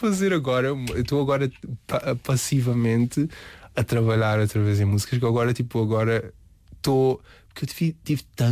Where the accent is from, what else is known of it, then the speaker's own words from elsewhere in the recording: Seixal, Lisbon, Portugal; eu sou do Seixal da Rintela